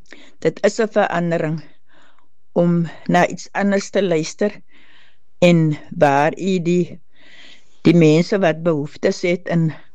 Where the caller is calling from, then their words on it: Blanco, Western Cape, South Africa; ek is van Blanco